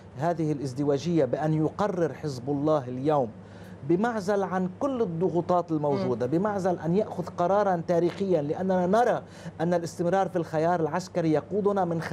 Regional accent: Lebanon; نحن الذين لا نستطيع أن نقول ماذا نحن بفاعلين كلبنانيين ولبنانيات.

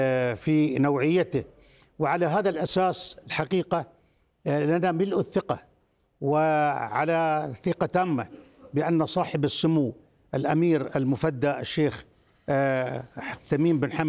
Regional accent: Qatar; لا نقول هذا الكلام ولا نقوله كقطريين

